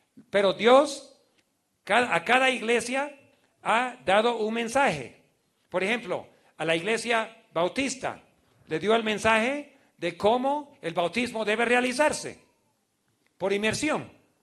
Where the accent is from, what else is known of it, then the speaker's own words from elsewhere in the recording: Beni, Bolivia; Estábamos por volver, yo me crié en el Beni.